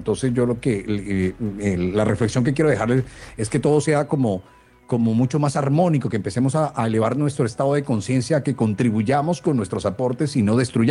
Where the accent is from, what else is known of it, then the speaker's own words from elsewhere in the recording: Barranquilla, Atlántico, Colombia; me siento orgulloso de ser caribeño, me siento orgulloso de mi Carnaval de Barranquilla